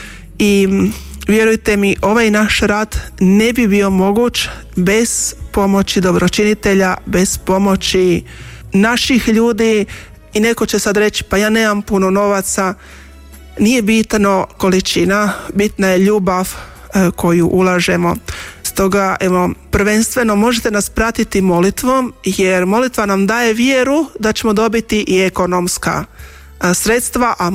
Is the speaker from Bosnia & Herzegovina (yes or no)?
no; Sisak, Sisak-Moslavina County, Croatia; Rođena sam u Sisku, gdje sestre milosrdnice djeluju dugi niz godina.